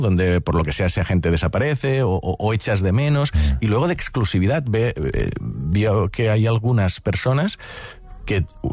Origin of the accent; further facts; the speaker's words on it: Catalonia, Spain; mira que soy del Delta del Ebre, hay mosquitos, sí.